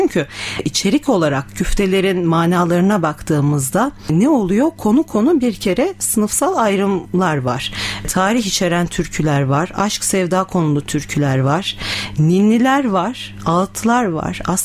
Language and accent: Turkish; Malatya, Turkey; Şimdi sırada benim memleketim olan Malatya yöresine gidelim.